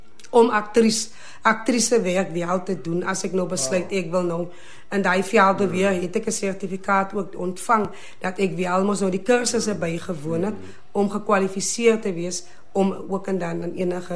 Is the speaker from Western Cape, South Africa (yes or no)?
yes; Borgerts, Western Cape, South Africa; ek is hier gebore in Borgerts. So ek het hier geblei, ek het groot geword, my ouders blei nog steeds in Borgerts